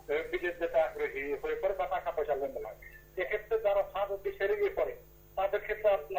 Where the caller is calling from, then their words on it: Pangsha, Dhaka Division, Bangladesh; বলছিলাম পাংশা থেকে